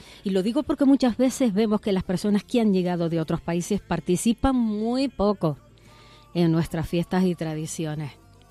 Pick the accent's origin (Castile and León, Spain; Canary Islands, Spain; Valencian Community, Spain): Canary Islands, Spain; cómo somos los canarios, ya que estoy hablando de nuestra tierra, cómo somos los canarios.